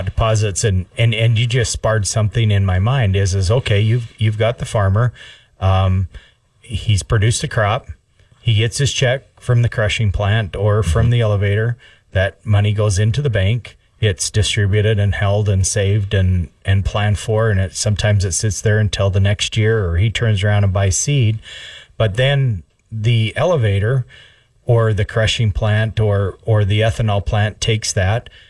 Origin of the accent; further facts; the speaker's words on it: Idaho, United States; now in South Dakota, United States; my home state of Idaho